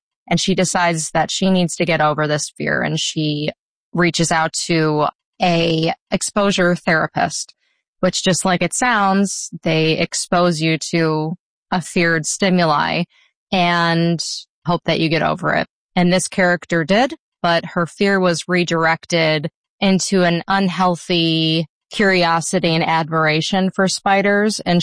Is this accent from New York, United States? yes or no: yes; New York, United States; I grew up outside of Buffalo, New York, deep in the woods.